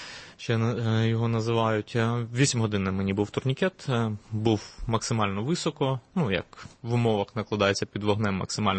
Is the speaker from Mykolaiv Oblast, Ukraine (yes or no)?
yes; Mykolaiv, Mykolaiv Oblast, Ukraine; місто, звичайно, воно завжди залишиться моїм рідним містом, і містом, де я народився, де народилась моя дитина, де я зустрів свою дружину